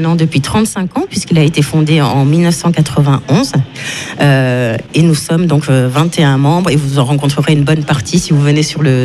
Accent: Dijon, Bourgogne-Franche-Comté, France; moved away as an adult; now in Montpellier, France; puisque je viens de Dijon. Je suis à Montpellier depuis 2 mois

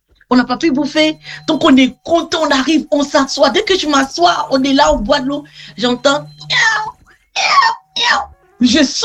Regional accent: Côte d’Ivoire; vous venez d'où? Après, on dit de la Côte d'Ivoire

